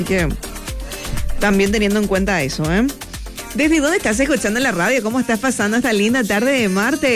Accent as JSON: {"language": "Spanish", "town": "Encarnación", "region": "Itapúa", "country": "Paraguay", "said": "Nos pasábamos en casa, sí, sin mucho trámite. A veces le pegábamos un viajecito a Yolas, sí. Pero la mayoría de las veces nos quedábamos por Encarnación."}